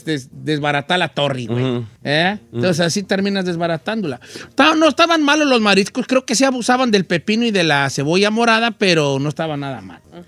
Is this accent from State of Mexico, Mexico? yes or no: no; Michoacán, Mexico; yo soy de Michoacá